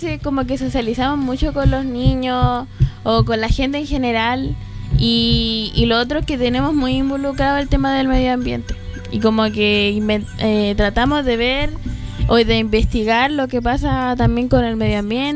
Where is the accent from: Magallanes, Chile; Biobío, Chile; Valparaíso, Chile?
Valparaíso, Chile